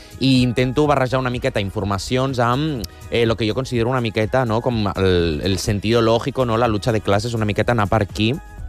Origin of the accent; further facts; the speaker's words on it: Barcelona, Catalonia, Spain; jo sempre dic que la gent que som de Barcelona, no, sembla que com que totes compartim que estimem molt la nostra ciutat i som molt de Barcelona, saps?